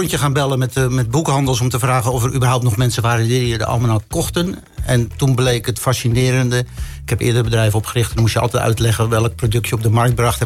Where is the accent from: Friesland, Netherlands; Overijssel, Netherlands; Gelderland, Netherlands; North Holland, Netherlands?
North Holland, Netherlands; Enkhuizen; moved away as an adult; Ja, ik ben geboren in Enkhuizen. Ik heb er 18 jaar gewoond, dus ik heb wat met de stad.